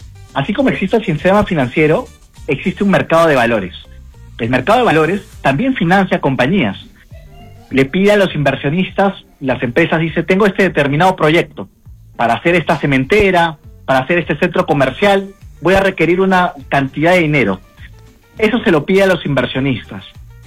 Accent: Peru

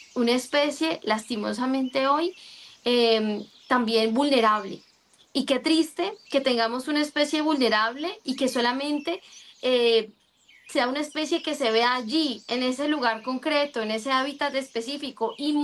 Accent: Colombia; nosotros como colombianos

